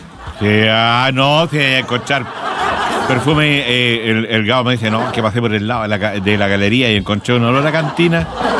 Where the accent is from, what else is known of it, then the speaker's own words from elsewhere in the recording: Concepción, Biobío, Chile; now in Santiago, Chile; Yo vengo de Concepción a vivir a la ciudad.